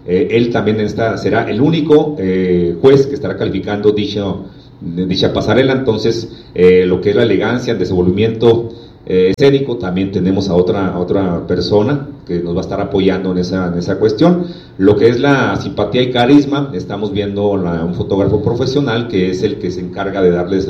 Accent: Mexico; gracias por ayudarnos a enlazarnos a lo que nos une como mexicanos en este mes próximo ya de las fiestas patrias.

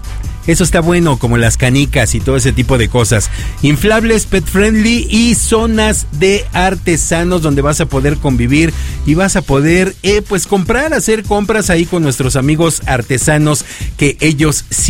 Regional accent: Mexico; ya saben cómo somos los mexicanos

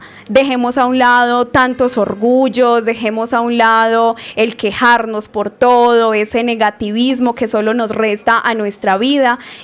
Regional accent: Fredonia, Antioquia, Colombia; born there; moved away; Yo soy de Fredonia

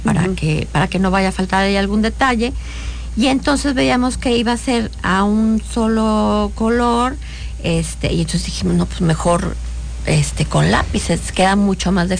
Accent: Hermosillo, Sonora, Mexico; born there; also born or lived in Chihuahua / Guadalajara / Tampico / Mexico City; No, nací en Hermosillo. Y luego fue a Chihuahua, y luego Guadalajara, y luego Tampico, que es hermoso, luego el DF, y luego otra vez Chihuahua, y aquí.

